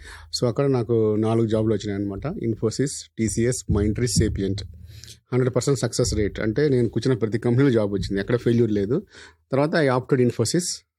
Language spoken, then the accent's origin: Telugu; Renigunta, Andhra Pradesh, India; Sure sir, మాది Renigunta. So Born and brought up in Renigunta